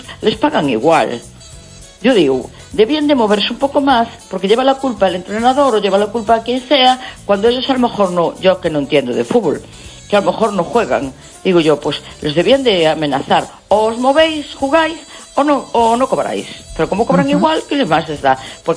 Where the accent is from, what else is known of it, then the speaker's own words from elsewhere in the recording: A Coruña, Galicia, Spain; Que quiera que gane España, sí, porque yo soy española. Que quiero que gane el Depor, claro, porque es mi ciudad.